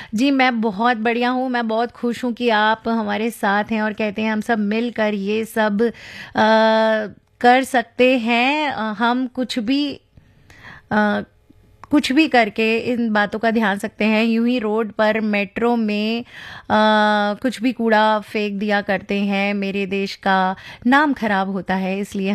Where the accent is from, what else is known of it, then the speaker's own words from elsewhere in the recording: Amravati, Maharashtra, India; अमरावती से हूँ और जुड़ी रहती हूँ एफएम रेनबो से